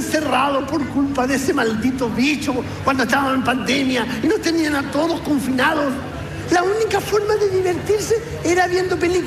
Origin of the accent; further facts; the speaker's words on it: Chile; estamos en 18, somos chilenos, aquí se habla, weón, como en Chile